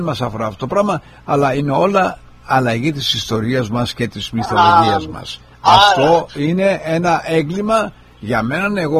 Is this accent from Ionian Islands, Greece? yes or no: yes; Kefalonia, Ionian Islands, Greece; now in United States; Από μωρό έχω βαφτιστεί Ορθόδοξος και ήμουνα και μεγάλωσα σε μοναστήρια στην Ελλάδα, στην Κεφαλονιά.